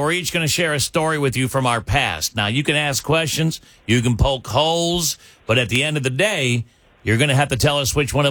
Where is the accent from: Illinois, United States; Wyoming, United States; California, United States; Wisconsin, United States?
Wisconsin, United States; Remember, I grew up in Wisconsin, so this was during the winter.